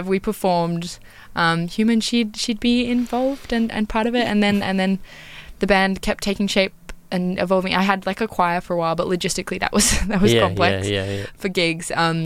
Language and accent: English; New South Wales, Australia; I'm from Northern New South Wales.